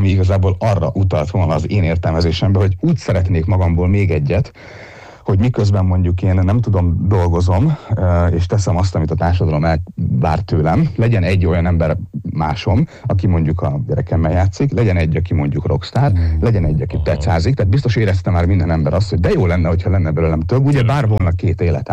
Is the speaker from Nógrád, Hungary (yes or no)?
yes; Érsekvadkert, Nógrád, Hungary; mi egy faluból származunk, szóval minden komoly ember Érsekvadkerten, Nógrád megyében születik és nő fel.